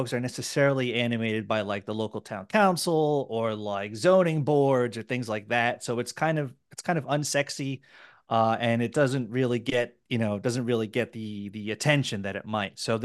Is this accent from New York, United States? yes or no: yes; New York City, New York, United States; now in Tucson, United States; I'm from New York City